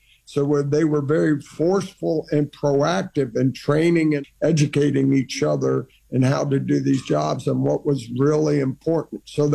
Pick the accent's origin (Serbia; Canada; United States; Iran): Iran; My brother, my sister, and I as a kid growing up in Iran.